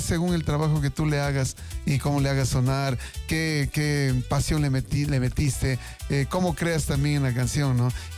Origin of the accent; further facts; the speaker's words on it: Colombia; moved away; Hace 16 años vengo de Colombia.